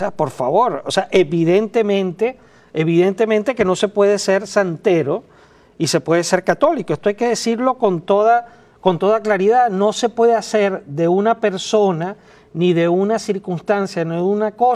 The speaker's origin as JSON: {"language": "Spanish", "country": "Venezuela", "moved": "yes", "lives_now": "United States", "said": "en mi país, en Venezuela"}